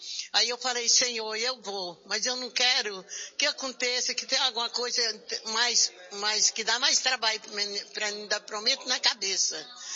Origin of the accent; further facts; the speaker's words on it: São Paulo, Brazil; Eu sou do Imperador.